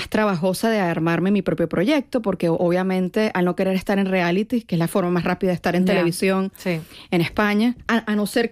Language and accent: Spanish; Venezuela; now in Madrid, Spain; tengo 10 años que no voy a Venezuela también. En 10 años ha cambiado muchísimo el país. No sé cómo se paga allí hoy en día, como nada. Yo estoy madrileña